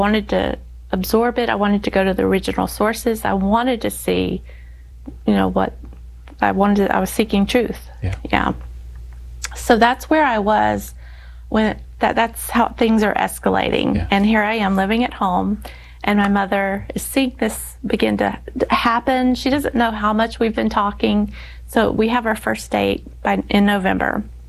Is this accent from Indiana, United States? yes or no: no; Alabama, United States; So I was proud to say, I'm from Alabama too.